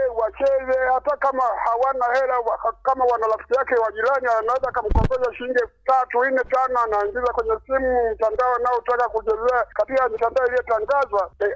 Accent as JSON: {"language": "Swahili", "town": "Ulanda", "region": "Iringa", "country": "Tanzania", "said": "Natoka mkoa wa Iringa, wilaya ya Iringa vijijini. Alafa ya Kalenga, kijiji cha Ulanda."}